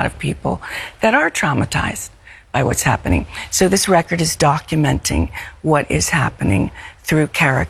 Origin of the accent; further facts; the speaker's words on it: United States; As an America, as an American